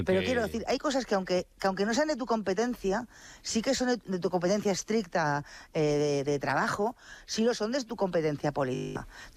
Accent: Spain; los españoles somos como somos

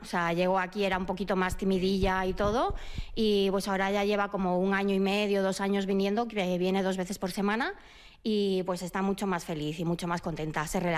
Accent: Galicia, Spain; Ya nací en una casa donde teníamos muchos animales. Yo soy gallega y hemos tenido siempre pues gallinas, ovejas, gatos, perros, muchos

